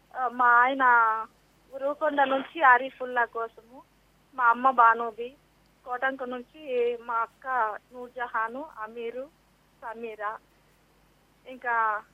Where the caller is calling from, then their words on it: Peddavadugur, Andhra Pradesh, India; మాది Anantapur district sir, పెద్దవాడుగూరు CP colony sir.